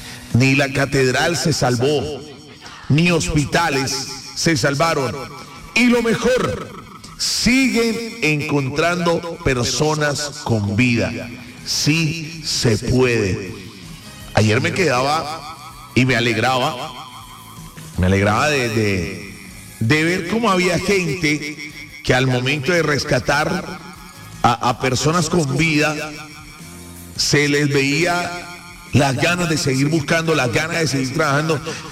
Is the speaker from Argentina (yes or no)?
no; Colombia; Aquí todos somos colombianos